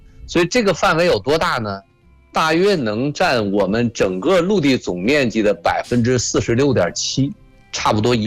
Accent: Shenyang, Liaoning, China; 就是沈阳北边，我小时候是在沈阳生沈阳长的嘛，那么沈阳

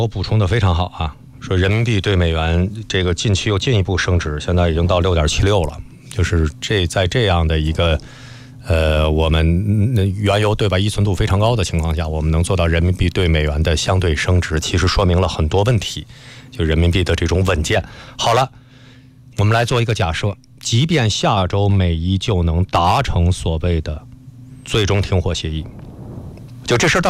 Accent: China

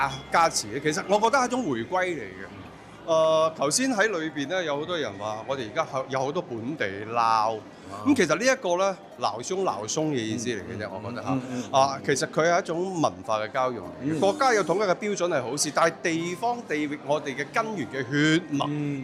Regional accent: Guangdong, China; 我們廣東人

